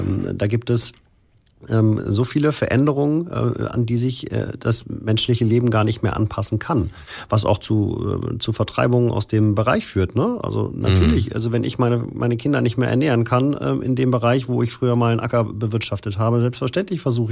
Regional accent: Cologne, North Rhine-Westphalia, Germany; Einmal für die Anspielung auf meine Heimatstadt oder meine Geburtsstadt.

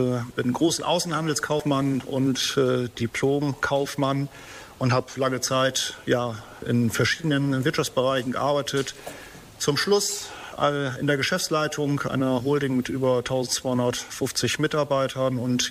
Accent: Butjadingen, Lower Saxony, Germany; Ich bin 48 Jahre alt und echt Wesermarsch. Bin aufgewachsen in Budjadingen auf einem landwirtschaftlichen Betrieb meiner Eltern. Habe dann mein Abitur auch in Tossens gemacht.

